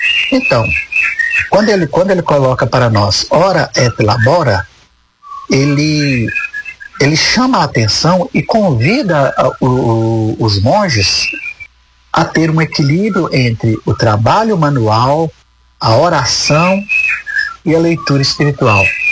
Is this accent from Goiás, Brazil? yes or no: no; Materlândia, Minas Gerais, Brazil; Sou da região aqui, sou da cidade de Materlândia, acredito que muitos conhecem